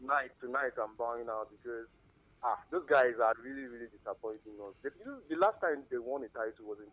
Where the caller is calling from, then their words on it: Kogi, Nigeria; I'm calling you from Kogi.